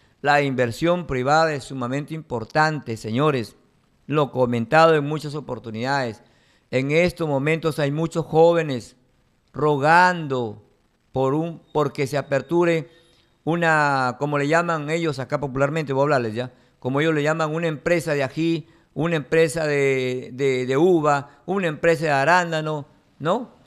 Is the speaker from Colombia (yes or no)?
no; Peru; Eso estamos esperando nosotros los peruanos.